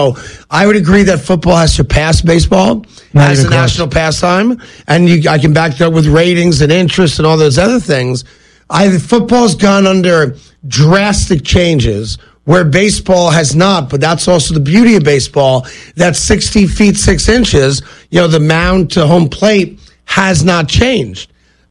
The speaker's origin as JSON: {"language": "English", "region": "East Coast", "country": "United States", "tie": "born or raised there", "said": "we played it as kids growing up in the 70s on the East Coast, right?"}